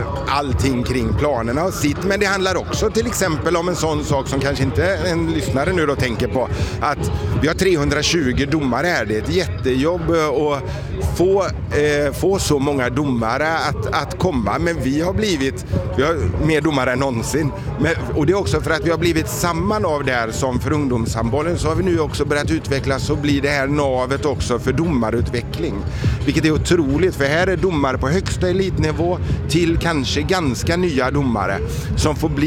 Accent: Gothenburg, Västra Götaland County, Sweden; vardagspulsen som pågår, det är någonting som är otroligt roligt unikt som vi inte alltid tänker på, vi som är göteborgare kanske.

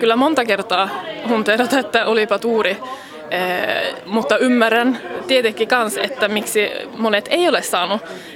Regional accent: Övertorneå, Norrbotten County, Sweden; No miehän olen Mataringista, Övertorneosta kotoisin ja ollut vähän muualla monta vuotta, mutta nyt sitten pari vuotta taaksepäin, niin minä muutin taas takaisin Matarinkiin.

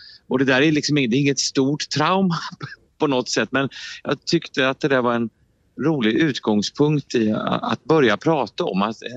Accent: Uddevalla, Västra Götaland County, Sweden; eftersom jag är från Uddevalla

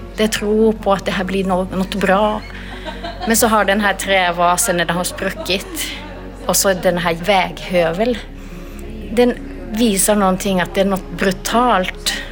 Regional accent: Teno River valley, Lapland, Finland; Och jag kommer från Tanaöldalen, från finsk sida där.

